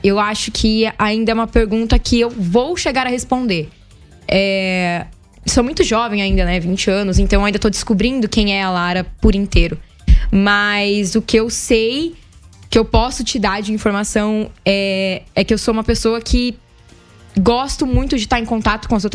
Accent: Piraju, São Paulo, Brazil; moved away as an adult; now in Ribeirão Preto, Brazil; eu sou daqui de Piraju, na verdade eu cresci aqui em Piraju, vivi e cresci aqui em Piraju

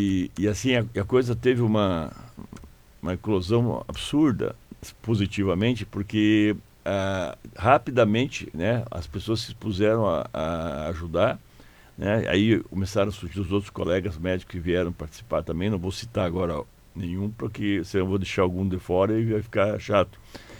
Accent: Curitiba, Paraná, Brazil; moved away as an adult; now in Cascavel, Brazil; Sou de Curitiba. Veio de Curitiba. Formado, criado e de lá direto para Cascavel.

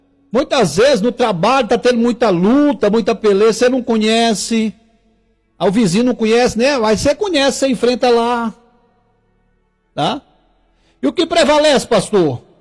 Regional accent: Tocantins, Brazil

